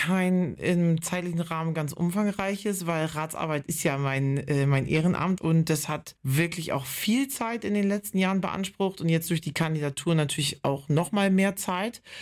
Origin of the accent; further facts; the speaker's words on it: Varel, Lower Saxony, Germany; Ich bin 40 Jahre alt, verheiratet. Ich habe 2 Kinder, ich komme aus Varel, da bin ich geboren und aufgewachsen.